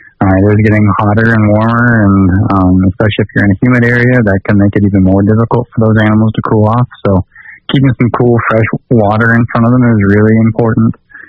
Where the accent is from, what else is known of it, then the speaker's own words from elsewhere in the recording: Missouri, United States; now in South Dakota, United States; So I am originally from Missouri, and I grew up on a small family farm there.